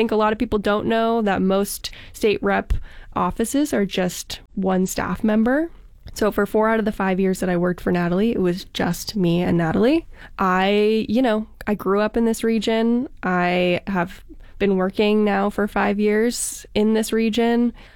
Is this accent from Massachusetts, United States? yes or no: yes; Williamsburg, Massachusetts, United States; I grew up in Williamsburg.